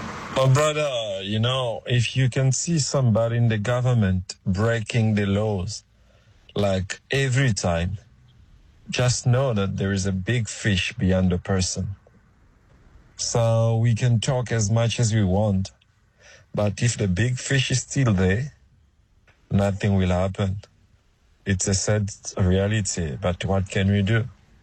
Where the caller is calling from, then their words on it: Johannesburg, Gauteng, South Africa; Anonymous from Johannesburg.